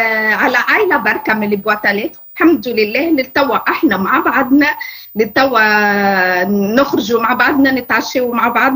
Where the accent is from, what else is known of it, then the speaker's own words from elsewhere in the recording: Tunisia; also born or lived in France; وعديت 7 سنين في فرنسا ومن بعد روحنا ديفينيتيفمون العائله الكل لتونس.